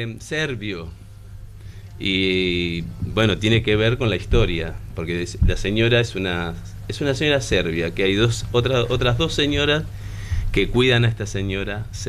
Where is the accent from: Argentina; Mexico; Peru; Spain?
Argentina; accent: Argentine; now in Asunción, Paraguay